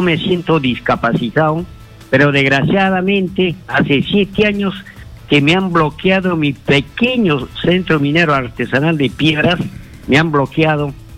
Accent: Peru

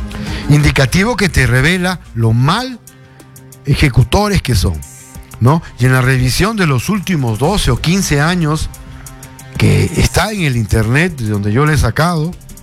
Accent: Peru

